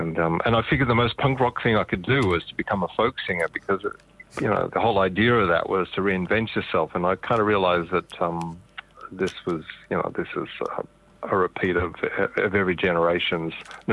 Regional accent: Sydney, New South Wales, Australia; moved away as an adult; also born or lived in Ireland / Dublin; I was an Aussie kid growing up in Sydney

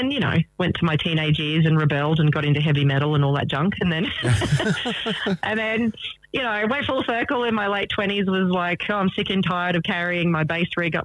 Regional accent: Toowoomba, Queensland, Australia; I'm from Toowoomba, Queensland

